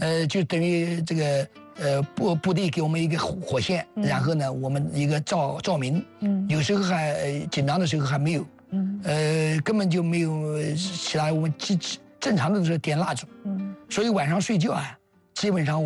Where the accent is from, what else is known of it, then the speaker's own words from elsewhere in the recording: Anhui, China; 我们安徽人是真的实在